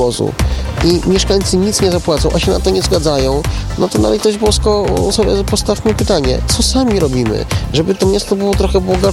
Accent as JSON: {"language": "Polish", "town": "Kraśnik", "region": "Lublin Voivodeship", "country": "Poland", "tie": "born or raised there", "said": "Ja sam jestem kraśniczaninem przecież, urodzony i wychowany na Fabrycznym."}